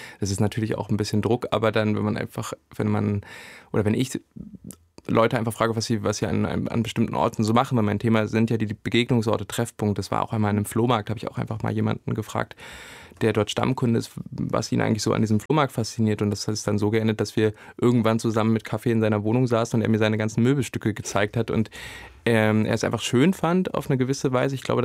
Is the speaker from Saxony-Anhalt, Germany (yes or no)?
yes; Saxony-Anhalt, Germany; ich komme aus Sachsen-Anhalt, ich werde hier nicht mehr hingehen